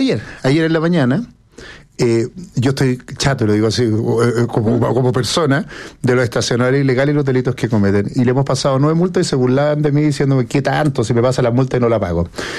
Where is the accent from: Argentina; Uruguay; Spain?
Uruguay; Montevideo; yo estuve en el liceo y me crié en la Colón 9000.